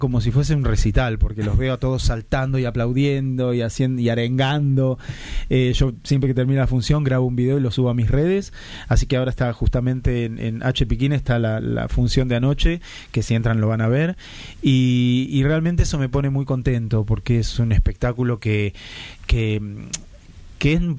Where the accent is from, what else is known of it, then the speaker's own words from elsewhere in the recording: Córdoba, Argentina; Somos 9 y medio, porque yo como soy cordobés, sí.